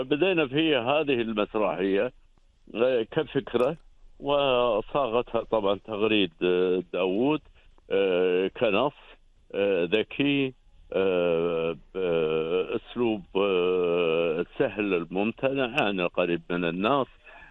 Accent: Kuwait; عندنا هنا مثلا في الكويت

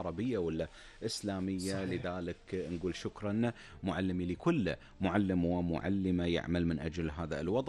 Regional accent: Kuwait; احنا جبلنا في هذا المجتمع الكويتي

